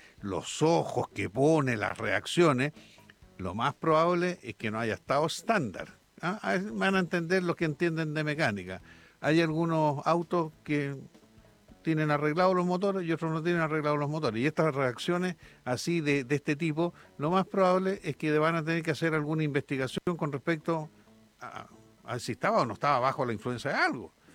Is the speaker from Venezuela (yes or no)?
no; Chile; esto ha sido nuevamente una vergüenza para nosotros como chilenos